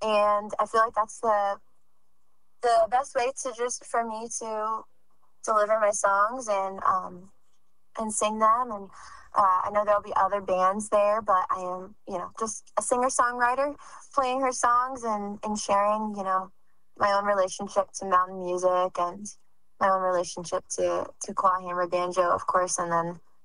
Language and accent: English; Pittsburgh, Pennsylvania, United States; I used to perform more bluegrass in my hometown up in Pittsburgh